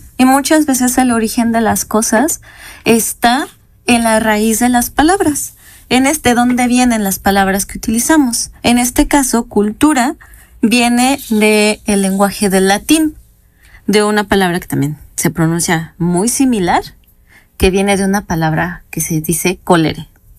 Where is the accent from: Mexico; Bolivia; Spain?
Mexico; Cholula, Puebla; festejar una fecha muy importante que tiene que ver con un patrimonio cultural de Cholula, porque yo soy de Cholula.